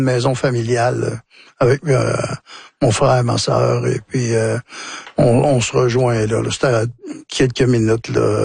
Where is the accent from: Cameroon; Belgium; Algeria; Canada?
Canada; Trois-Rivières, Quebec; born there; Je suis né à Trois-Rivières, mais on passait nos étés, tous nos étés, le long de la rivière.